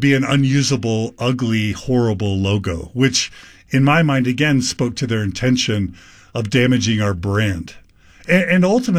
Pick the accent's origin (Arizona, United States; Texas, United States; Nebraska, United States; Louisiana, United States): Texas, United States; I grew up in Texas where Mormons were viewed as a cult.